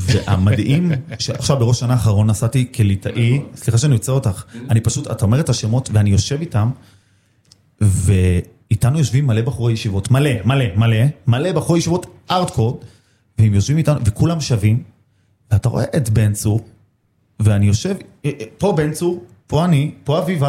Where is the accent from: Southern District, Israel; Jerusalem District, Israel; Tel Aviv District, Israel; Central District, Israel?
Jerusalem District, Israel; Jerusalem; אני כירושלמי